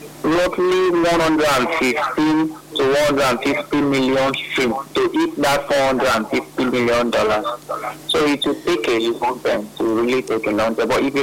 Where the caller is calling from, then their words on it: Calabar, Cross River, Nigeria; I'm coming from Calabar.